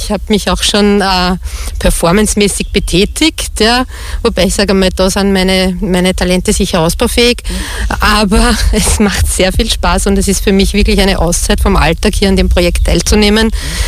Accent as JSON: {"language": "German", "area": "Oberhorbach", "region": "Lower Austria", "country": "Austria", "tie": "born there", "said": "Ich bin geboren in Oberhorbach. Ich habe meine Vorfahren unspektakulärerweise alle in der Umgebung."}